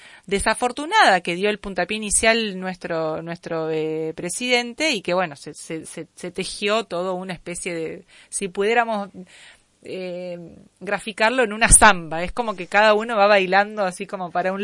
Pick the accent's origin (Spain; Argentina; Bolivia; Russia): Argentina; Me duele decir esto como argentina